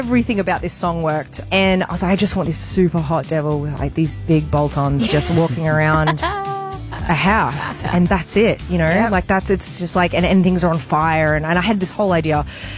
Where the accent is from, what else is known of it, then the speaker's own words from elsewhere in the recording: Australia; And because I'm Australian, so I'm like this self-deprecating little lamb